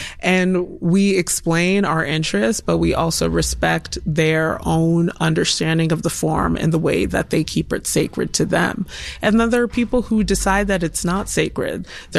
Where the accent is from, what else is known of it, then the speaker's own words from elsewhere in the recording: Stone Mountain, Georgia, United States; I grew up in Stone Mountain, Georgia, And most of the cast is from the South, has legacies in the South.